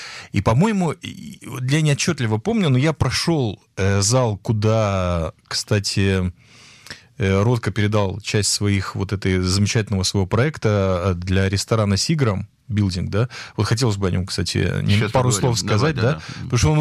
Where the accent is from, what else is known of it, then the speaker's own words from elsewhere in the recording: Latvia; вот я сам из Латвии, вот для меня очень важно было